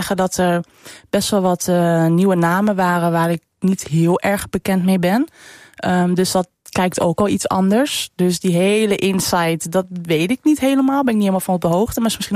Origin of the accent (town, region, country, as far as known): Netherlands